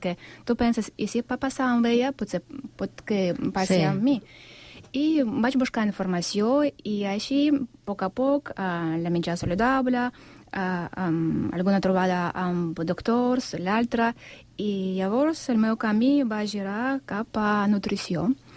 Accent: Sant Cugat del Vallès, Catalonia, Spain; Soc de Sant Cugat, però cada setmana vaig a Vilafranca del Penedès perquè els senseis són meravellosos.

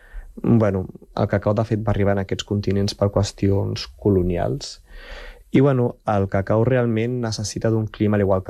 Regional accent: Barcelona, Catalonia, Spain; also born or lived in Peru; jo sóc de Barcelona, però vaig viure durant molts anys al Perú

